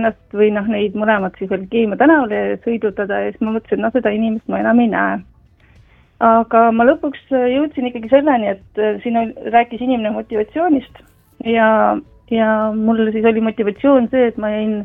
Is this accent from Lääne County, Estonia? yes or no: no; Tartu, Tartu County, Estonia